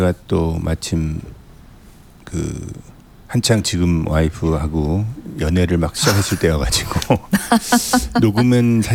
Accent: Seoul, South Korea; born or raised there

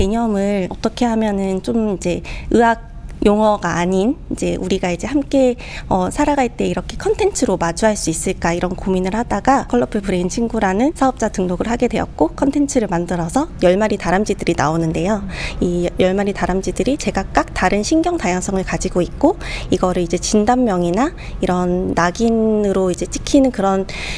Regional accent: South Korea; 한국인 연사로서는 유일하게 이제 단독 무대에서 이제 발표를 했어요.

